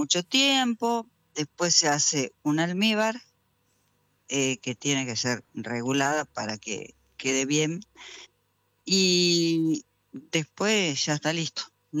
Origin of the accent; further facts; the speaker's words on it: Argentina; nosotros los argentinos